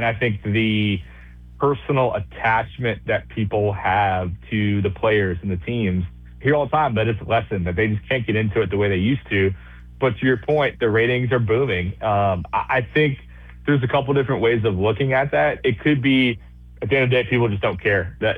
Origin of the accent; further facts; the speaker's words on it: New Jersey, United States; I'm from Jersey.